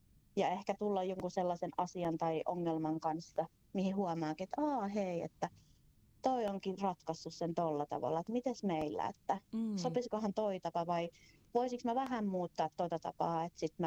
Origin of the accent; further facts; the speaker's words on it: North Karelia, Finland; meillä Pohjois-Karjalassa on kyllä tosi lämmin ja hyvä henki ja me ollaan hyvin rentoja